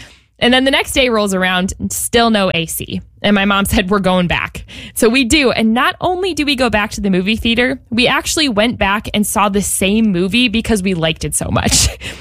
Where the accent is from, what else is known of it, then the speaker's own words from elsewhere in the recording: St. Louis, Missouri, United States; So I grew up mostly in the St. Louis, Missouri area.